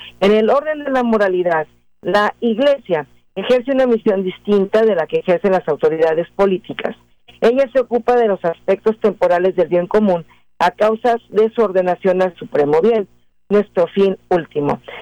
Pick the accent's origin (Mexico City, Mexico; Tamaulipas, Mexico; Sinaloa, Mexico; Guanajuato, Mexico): Mexico City, Mexico; born there; yo nací en la Ciudad de México, fíjese. Y entonces nos restringían el agua.